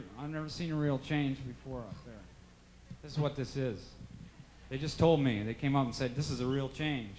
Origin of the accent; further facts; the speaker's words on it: Canada; You know, I'm from Canada.